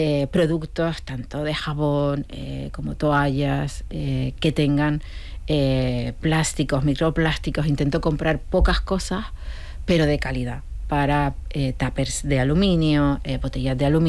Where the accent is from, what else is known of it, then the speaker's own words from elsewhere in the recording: Las Palmas, Canary Islands, Spain; moved away; Y, claro, llevo 27 años ya aquí, ¿sabes? Voy a Las Palmas y me dicen que tengo acento peninsular.